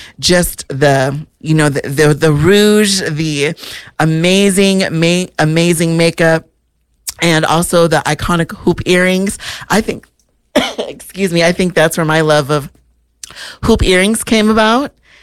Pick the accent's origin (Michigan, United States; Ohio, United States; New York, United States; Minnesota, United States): Minnesota, United States; And literally from growing up in Minnesota, where … is from, I'm like, wow, like, just awesome.